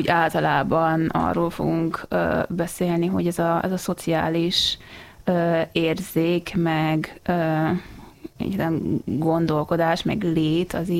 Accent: Budapest, Hungary; also born or lived in Netherlands; én 8 kerbe nőttem föl

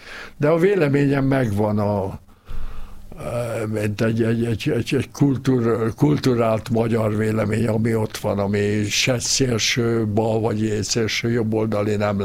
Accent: Hungary; moved away; Abban a pillanatban, hogy elhagytam az országot, akkor is nehéz volt bevallani magamnak, hogy hát én magyar vagyok, és hiányzik.

